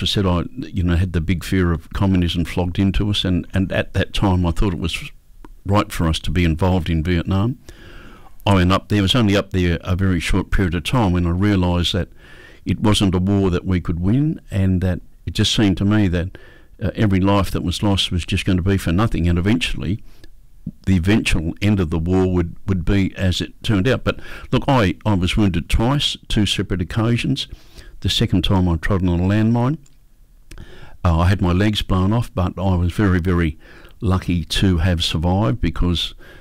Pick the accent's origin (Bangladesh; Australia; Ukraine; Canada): Australia; Perth, Western Australia; also born or lived in Kalgoorlie / Mount Ida; So we moved to a war service place in Innaloo. And I grew up around there. Fantastic area to grow up.